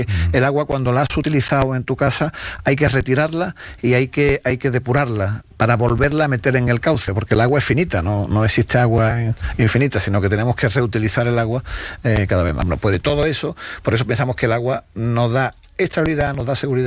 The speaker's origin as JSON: {"language": "Spanish", "country": "Spain", "said": "lo que sí hacemos bien los españoles es, cuando nos dan una nota de que hay que ahorrar agua y tal, hacerlo"}